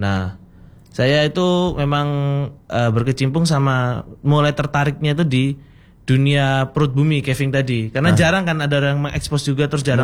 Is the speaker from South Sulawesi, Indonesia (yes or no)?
no; Blitar, East Java, Indonesia; now in Malang, Indonesia; saya aslinya Blitar